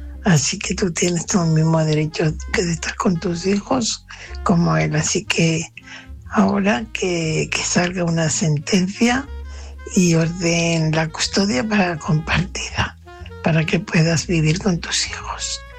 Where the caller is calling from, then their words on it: Fuenlabrada, Community of Madrid, Spain; Hola, buenas noches. … corresponsal de Fuenlabrada.